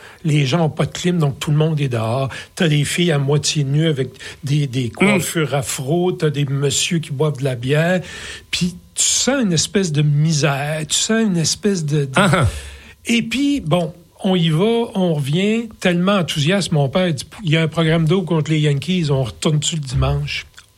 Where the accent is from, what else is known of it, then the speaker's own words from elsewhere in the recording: Quebec City, Quebec, Canada; Moi, j'ai grandi à Québec.